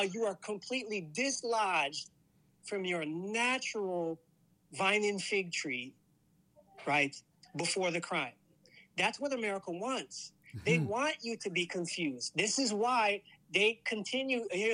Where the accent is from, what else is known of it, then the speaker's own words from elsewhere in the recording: United States; collectively, as African American people, we've been living with that pain.